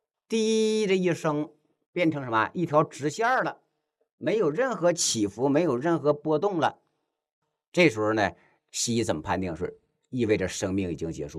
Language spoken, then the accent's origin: Chinese; China